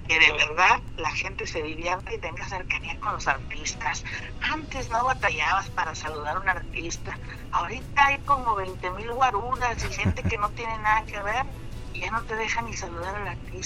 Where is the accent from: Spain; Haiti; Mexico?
Mexico; northern Mexico; somos norteños